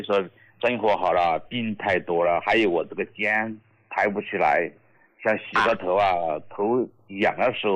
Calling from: Jintang, Sichuan, China; 哎，我来自四川成都金堂县的，

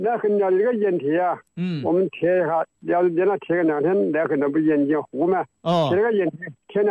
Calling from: Wuhan, Hubei, China; 我是江夏。

